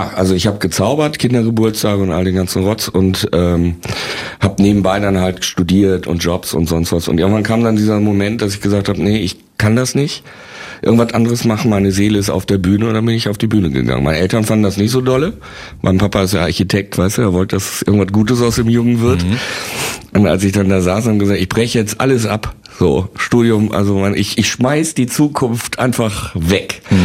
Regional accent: Bielefeld, North Rhine-Westphalia, Germany; Ich bin ja Bielefelder und da kennt, wenn du natürlich Lokalmatador bist, die kannten mich auch alle schon vor Star Search, ja.

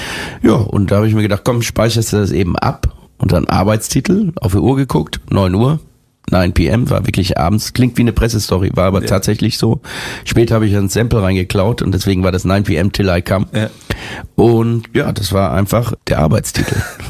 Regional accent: Germany; Wenn ich als Deutscher englische Texte schreibe, dann empfinde ich das immer, dann hört man, dass das irgendwie so, ja, ein Deutscher geschrieben hat.

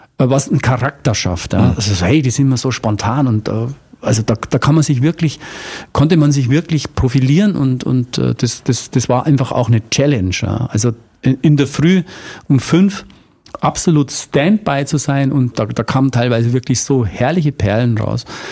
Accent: Munich, Bavaria, Germany; aber da, wo ich herkomme, Münchner Hasenbergl, also der Norden des Münchens, das war sehr FC Bayern gebrandet

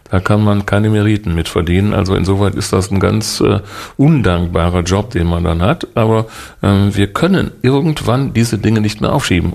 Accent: Duisburg, North Rhine-Westphalia, Germany

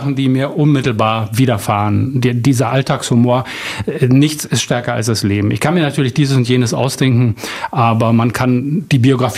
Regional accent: Berlin, Germany; born there; Ich komme aus Berlin Südwest, um es zu konkretisieren. Ich bin geboren in Berlin Steglitz, Ortsteil Lichterfelde West und habe mir vorgenommen, im Laufe meines Lebens mal in allen Berliner Bezirken gewohnt zu haben.

